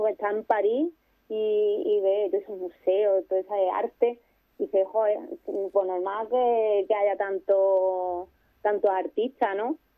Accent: San Fernando, Andalusia, Spain; Yo digo, de Cádiz, bueno, de San Fernando.

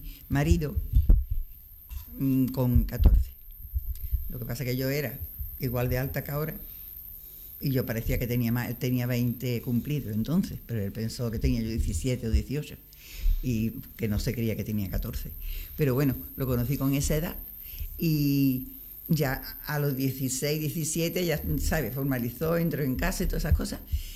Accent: San Fernando, Andalusia, Spain; Y yo me pasaba la infancia entre la huerta y la salina, más la salina que la huerta.

